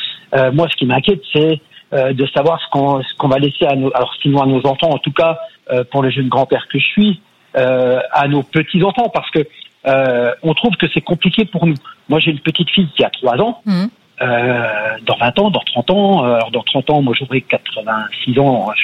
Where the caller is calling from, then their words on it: Bourgogne-Franche-Comté, France; Moi, je suis un petit village à côté de Besançon.